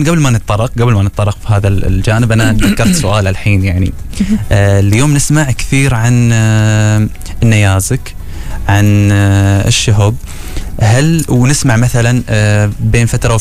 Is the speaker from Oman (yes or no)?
yes; Oman; وهل موجود عندنا في عمان